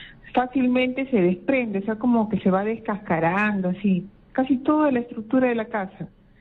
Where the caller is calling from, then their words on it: Ventanilla, Callao, Peru; yo vivo en Ventanilla y en la zona es bien salitrosa.